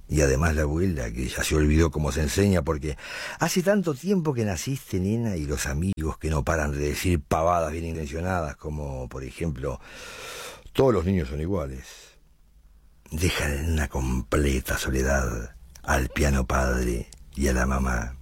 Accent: Uruguay; decía yo, sin darme cuenta, como buen uruguayo, que en cualquier parte del mundo lo más importante es el bebé y no el regalo.

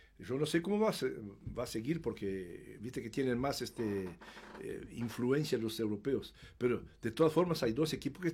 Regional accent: Rivera, Uruguay; nosotros que somos de Rivera, somos más uruguayos que los de Montevideo, capaz?

